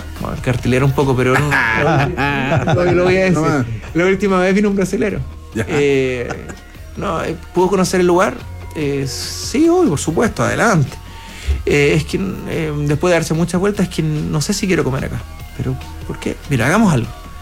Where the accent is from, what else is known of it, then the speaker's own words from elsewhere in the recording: Chile; Y eso habla bien de nosotros como chilenos, finalmente.